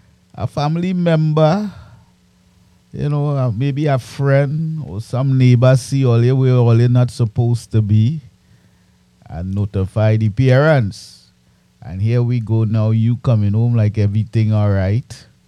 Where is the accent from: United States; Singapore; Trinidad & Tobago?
Trinidad & Tobago; moved away; when I was growing up in Trinidad